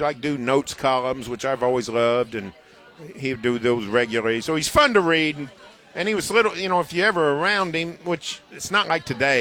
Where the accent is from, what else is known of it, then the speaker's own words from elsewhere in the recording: Norman, Oklahoma, United States; this is my hometown. Norman's my hometown.